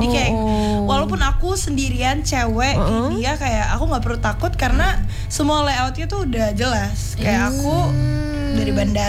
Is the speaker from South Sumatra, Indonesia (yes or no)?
yes; Palembang, South Sumatra, Indonesia; Aku juga orang Palembang.